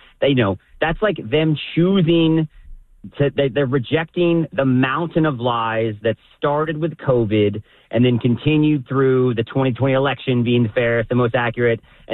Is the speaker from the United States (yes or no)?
yes; Florida, United States; born there; my home state of Florida